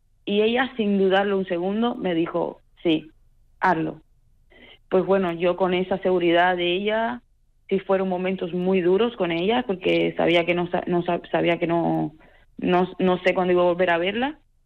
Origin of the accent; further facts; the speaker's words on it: Cuba; now in Spain; ¿Te cuento desde que me fui de Cuba o directamente desde el aeropuerto?